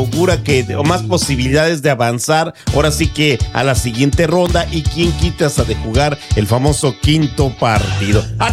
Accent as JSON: {"language": "Spanish", "country": "Mexico", "moved": "yes", "said": "nuestros paisanos allá en México"}